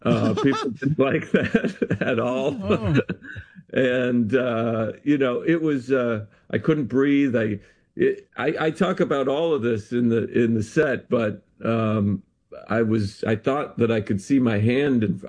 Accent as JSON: {"language": "English", "region": "Idaho", "country": "United States", "said": "Dan is from Northern Idaho. I'm from Southern Idaho."}